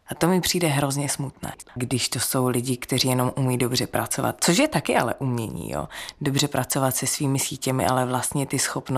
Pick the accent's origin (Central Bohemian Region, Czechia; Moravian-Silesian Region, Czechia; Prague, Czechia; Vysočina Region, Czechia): Moravian-Silesian Region, Czechia; Havířov; Já jsem holka z Havířova.